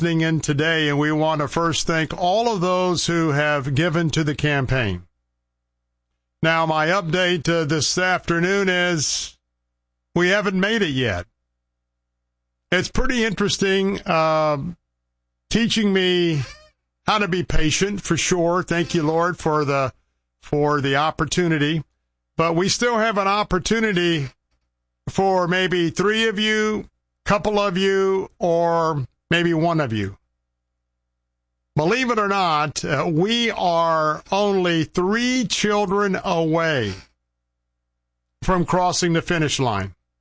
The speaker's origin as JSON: {"language": "English", "town": "Tampa", "region": "Florida", "country": "United States", "tie": "born or raised there", "said": "I'm broadcasting from my hometown right here in Tampa, Florida."}